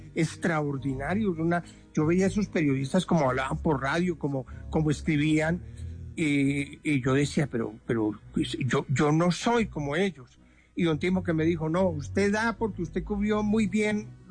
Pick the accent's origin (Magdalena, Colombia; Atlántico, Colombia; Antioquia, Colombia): Antioquia, Colombia; Medellín; moved away; sí, presidente, soy de Medellín.